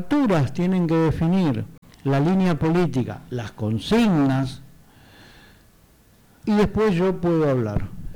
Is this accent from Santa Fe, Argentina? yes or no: no; Claypole, Buenos Aires Province, Argentina; Yo soy argentino, Claypole.